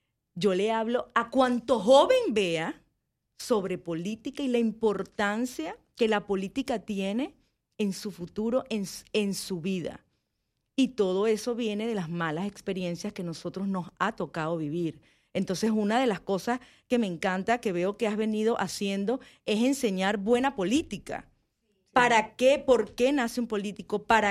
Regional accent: Venezuela; Yo soy venezolana

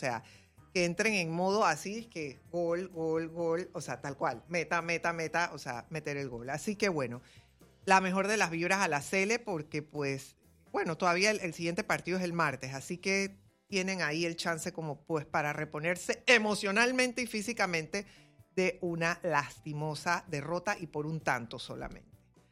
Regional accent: Panama; solamente soy panameña.

